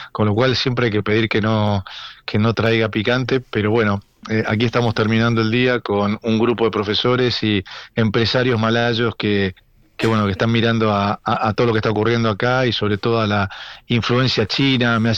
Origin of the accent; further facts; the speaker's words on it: Argentina; Ahora, mirándolo para adentro, como argentino y desde la Argentina